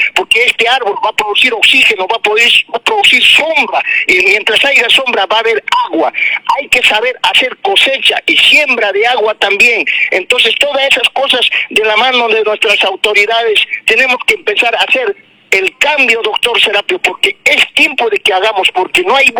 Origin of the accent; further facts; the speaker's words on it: Calca, Cusco, Peru; moved away; Pienso en mi tierra, el lugar de donde yo procedo, de donde he salido. Soy calqueño nato, hecho, y voy a seguir luchando por mi querida Calca desde donde esté